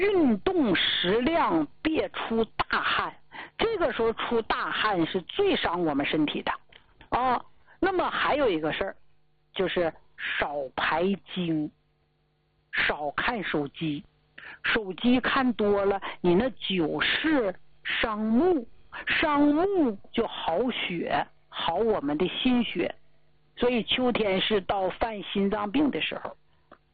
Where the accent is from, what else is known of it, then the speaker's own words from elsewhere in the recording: Northeast China, China; 土生土长的东北人，你像我现在我就愿意在东北待着，啊，这北京还将就，你再往南一点我受不了